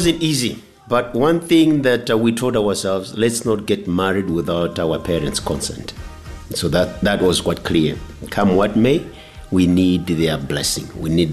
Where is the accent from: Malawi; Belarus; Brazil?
Malawi; Ngoni; I come from Ngon culture where we pay dowry